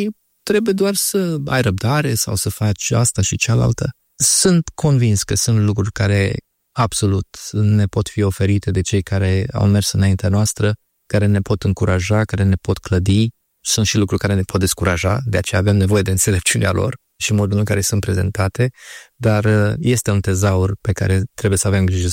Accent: Romania; moved away; also born or lived in Dublin, Ireland

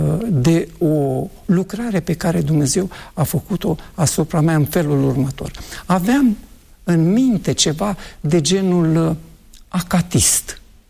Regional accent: Argeș, Romania; din județul Argeș, de unde sunt eu de fel, dintr-o localitate între Pitești și Slatina. Pe acolo, pe undeva, este o localitate rurală, acum și cu Biserica Adventistă

